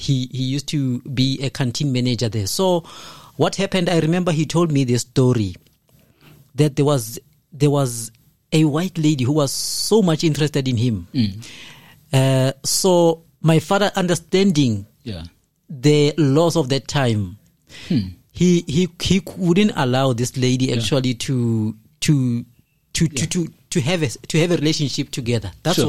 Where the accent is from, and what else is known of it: Mabopane, Gauteng, South Africa; born there